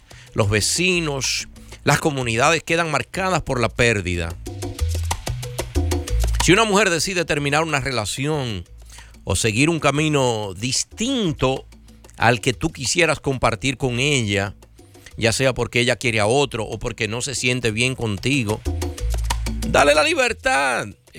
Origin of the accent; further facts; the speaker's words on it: Dominican Republic; mi país, la República Dominicana